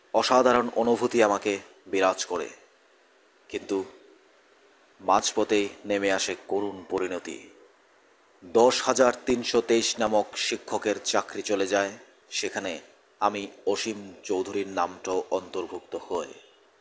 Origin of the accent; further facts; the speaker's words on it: Baikhora, Tripura, India; বায়খরা দক্ষিণ ত্রিপুরায় আমার বাড়ি হলেও